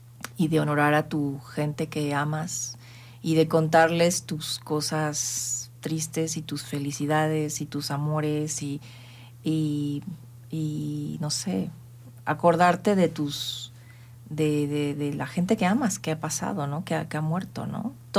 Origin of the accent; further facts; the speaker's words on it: Mexico; Yo soy mexicana.